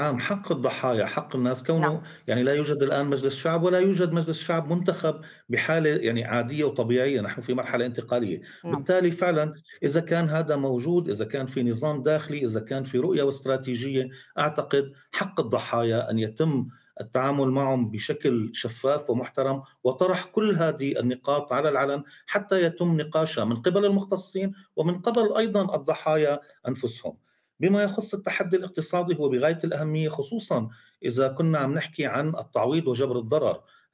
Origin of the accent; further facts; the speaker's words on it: Syria; مسؤوليتنا نحن كسوريين